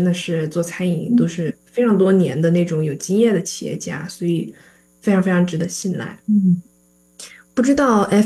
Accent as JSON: {"language": "Chinese", "region": "Chongqing", "country": "China", "moved": "yes", "lives_now": "Seattle, United States", "said": "我是重庆人"}